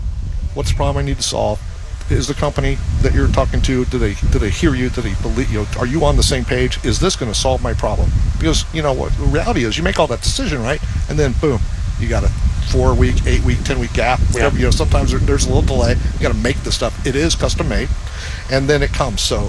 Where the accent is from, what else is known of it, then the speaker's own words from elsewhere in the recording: Illinois, United States; now in Cincinnati, United States; I moved here like 30 years ago. I'm from Illinois.